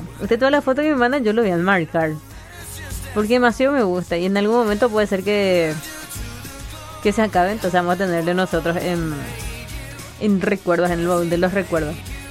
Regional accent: Areguá, Central, Paraguay

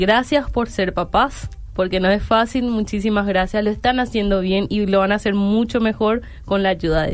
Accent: Paraguay; born there; soy tan bendecida de haber nacido en un país como Paraguay.

